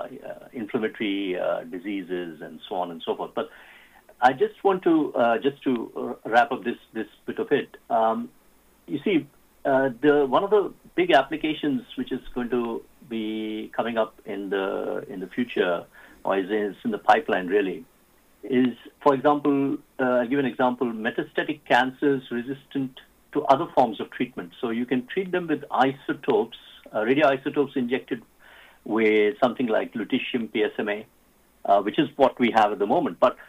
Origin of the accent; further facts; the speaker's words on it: Pune, Maharashtra, India; I was from Loyola High School, in Pune.